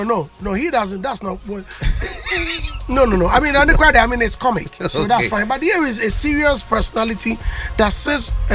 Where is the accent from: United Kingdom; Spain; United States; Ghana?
Ghana; Kumasi, Ashanti; Kumasi boys.